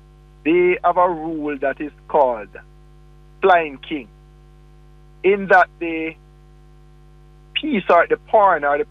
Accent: Jamaica

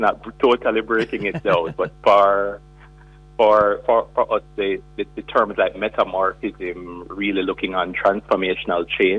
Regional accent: Jamaica

